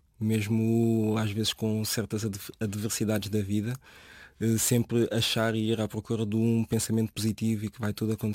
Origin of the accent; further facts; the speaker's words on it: Portugal; born there; tenho 23 anos e faço atletismo adaptado. Nasci cá em Portugal, os meus pais são de São Tomé e Príncipe.